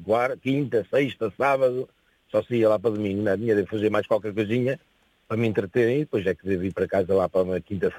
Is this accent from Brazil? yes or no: no; Viseu, Centro, Portugal; born there; moved away as an adult; also born or lived in Figueira da Foz; now in near Figueira da Foz, Portugal; Já saí da Viseu, já estive a viver na Figueira, onde fui casado mesmo, tenho lá uma filha, na Figueira da Foz.